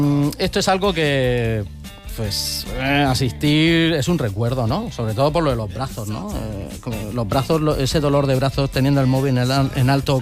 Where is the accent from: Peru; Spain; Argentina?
Spain; Orihuela, Valencian Community; a mi pueblo, a Orihuela